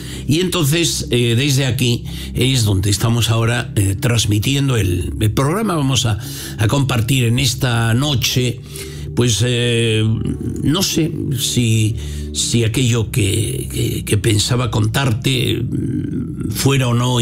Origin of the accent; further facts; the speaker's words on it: San Román de los Caballeros, Castile and León, Spain; moved away; Yo estaba en mi pueblo, en San Román de los Caballeros. Ahí estábamos los 3 domingos anteriores. Desde ahí hicimos el programa, desde mi pueblo, en la provincia de León.